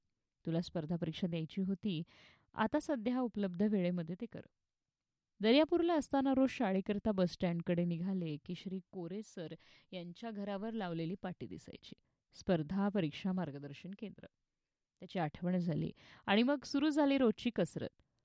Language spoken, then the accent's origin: Marathi; Amravati, Maharashtra, India; moved away as an adult; also born or lived in Daryapur; शनिवार रविवार मुलीला भेटायला मी माहेरी अमरावतीला यायचे.